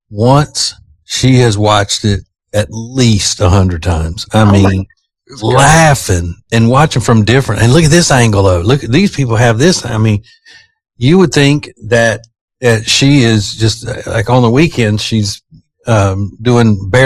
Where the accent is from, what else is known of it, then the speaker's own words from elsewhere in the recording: Louisiana, United States; I know I'm from Louisiana.